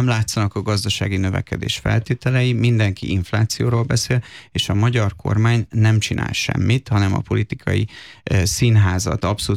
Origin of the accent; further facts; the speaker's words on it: Hungary; mert magyarok vagyunk